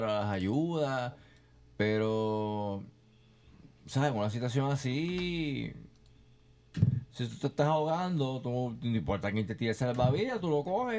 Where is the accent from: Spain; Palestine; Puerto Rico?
Puerto Rico; Me gusta mi país